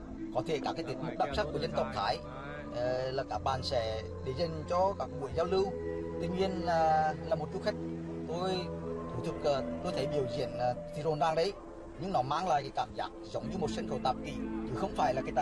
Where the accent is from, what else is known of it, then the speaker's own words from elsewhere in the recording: Quảng Trị, Vietnam; Tôi là người miền Trung, cũng rất thích khám phá các cái văn hóa dân tộc ở vùng miền.